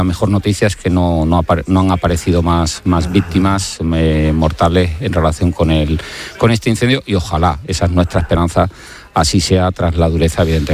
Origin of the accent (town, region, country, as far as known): Cádiz, Andalusia, Spain; born or raised there